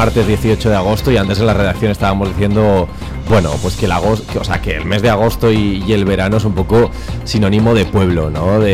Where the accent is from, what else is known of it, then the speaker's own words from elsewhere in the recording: Ocón, La Rioja, Spain; En el mío, en Ocon